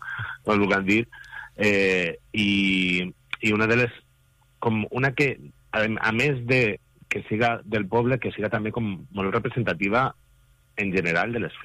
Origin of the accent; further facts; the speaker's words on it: Guardamar del Segura, Valencian Community, Spain; que també la pots trobar en el meu poble, en Guardamar, i allà era el màster.